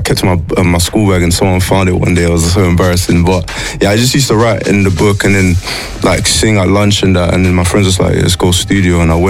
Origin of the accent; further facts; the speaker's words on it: United Kingdom; But then also like being from the UK